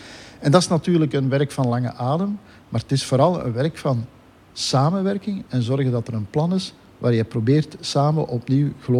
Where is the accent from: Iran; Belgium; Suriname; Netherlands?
Belgium; Limburg; Ja, ik wil mezelf daar niet in opblazen, maar het is wel belangrijk voor onze provincie, omwille van een aantal redenen. Ten eerste, wij zijn de provincie van de maakindustrie in Vlaanderen.